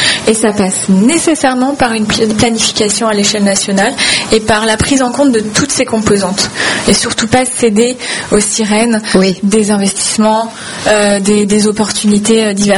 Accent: Brittany, France; J'ai grandi en Bretagne

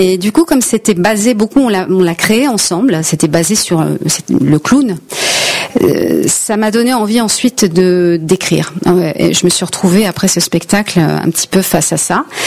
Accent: Limoges, Nouvelle-Aquitaine, France; now in Paris, France; Je viens de Limoges. Je suis arrivée à Paris très jeune pour être comédienne.

